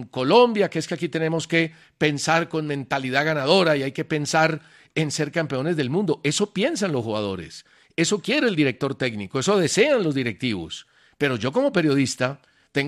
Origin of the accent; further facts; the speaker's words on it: Brazil; Por supuesto que no. Yo sí soy brasileño. Lo único que quiero con la selección de Brasil es que sea campeona.